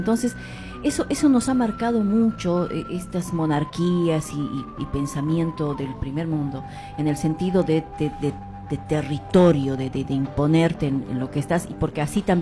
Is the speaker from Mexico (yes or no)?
no; Bolivia; moved away; nosotros como bolivianos